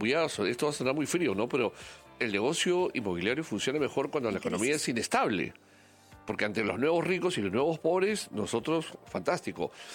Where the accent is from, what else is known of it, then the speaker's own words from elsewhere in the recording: Peru; Nosotros a veces como peruanos